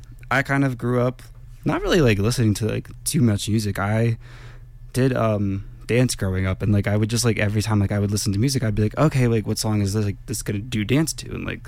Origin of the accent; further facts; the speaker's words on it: New Jersey, United States; moved away as an adult; now in Telluride, United States; Yeah, I'm from New Jersey. I moved here about 3 months ago